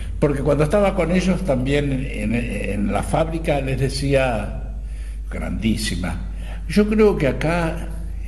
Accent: Argentina; No, soy argentino

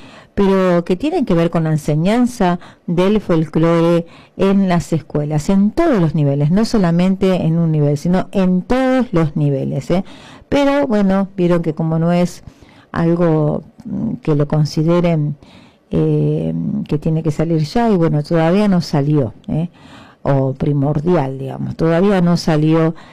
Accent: Argentina; somos argentinos, defender nuestra argentinidad

